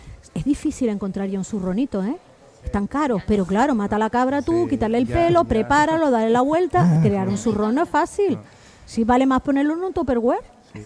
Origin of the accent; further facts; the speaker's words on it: Güímar, Canary Islands, Spain; te vas a La Laguna y dices, no, yo soy de Güímar.